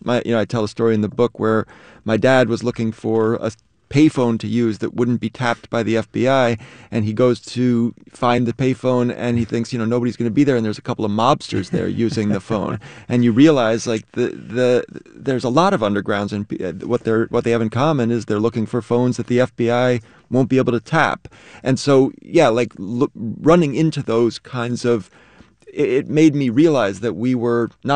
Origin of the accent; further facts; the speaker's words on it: New York, United States; I was raised mostly in Harlem